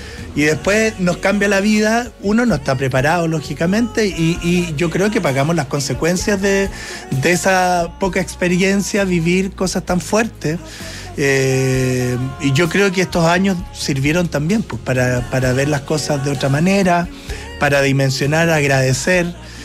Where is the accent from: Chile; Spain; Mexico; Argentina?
Chile; Valdivia, Los Ríos; moved away; yo vengo llegando hoy día de mi tierra.